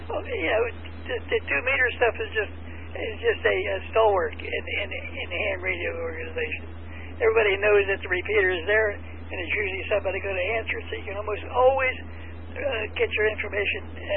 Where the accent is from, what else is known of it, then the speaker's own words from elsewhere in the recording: Delaware, United States; I'm from Delaware